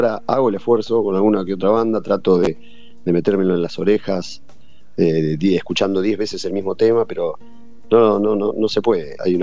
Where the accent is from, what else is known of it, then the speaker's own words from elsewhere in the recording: Tigre, Buenos Aires Province, Argentina; somos de Tigre, que es parecido al Mississippi.